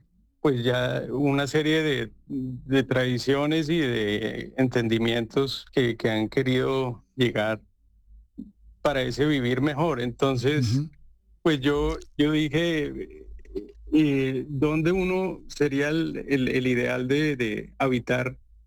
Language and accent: Spanish; Bogotá, Colombia; Yo soy bogotano, sí.